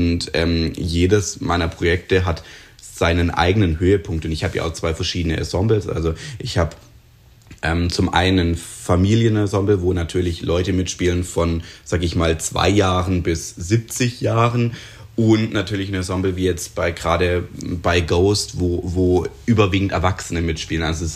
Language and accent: German; Triberg, Baden-Württemberg, Germany; konnte erste Erfahrungen sammeln bei den Schwarzwalder Musicals in Triberg, in meiner Heimatstadt